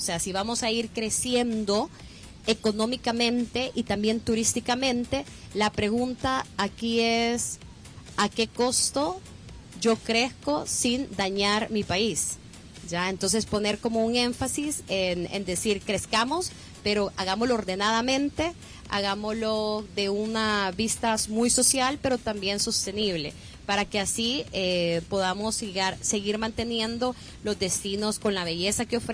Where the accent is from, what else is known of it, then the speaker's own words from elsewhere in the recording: El Salvador; nosotros como salvadoreños